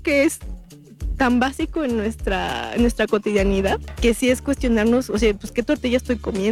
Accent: Mexico

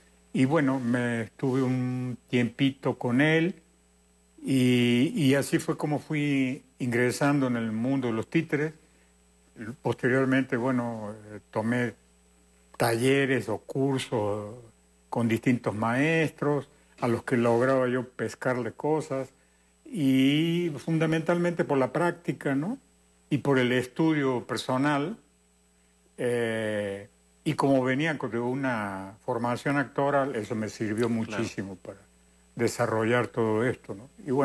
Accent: Córdoba, Argentina; moved away as an adult; now in Mexico; Yo soy de origen argentino y en la ciudad de Córdoba. Allí hice esta carrera

